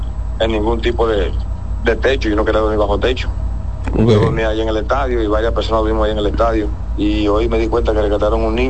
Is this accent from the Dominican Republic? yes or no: yes; Dominican Republic; moved away as an adult; now in Venezuela; Yo lo que quisiera es estar en mi país ahora mismo.